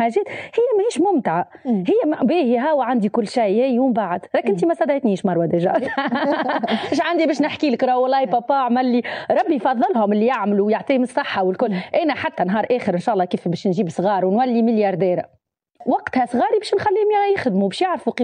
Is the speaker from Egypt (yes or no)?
no; Sousse, Sousse Governorate, Tunisia; moved away as an adult; also born or lived in Sbeitla, Kasserine / Tunis; وانا من سوسه على باز معناها انا اصلي الاصيل من سبيتلا من القصرين اما معناها عايشه وقريت وكل شيء في سوسه